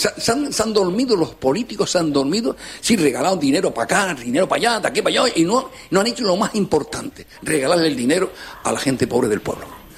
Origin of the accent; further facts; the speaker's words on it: Canary Islands, Spain; vengo a defender mi pueblo, que es España y Canarias.